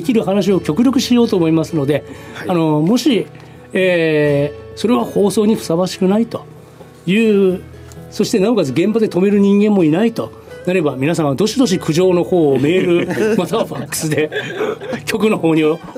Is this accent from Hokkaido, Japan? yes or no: yes; Sapporo, Hokkaido, Japan; 前回は私山花南川地区出身の私のお話でございますけれども